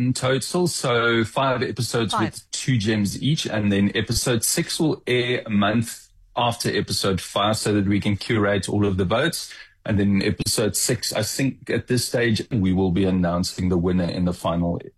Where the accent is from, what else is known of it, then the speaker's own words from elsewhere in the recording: South Africa; I think being South African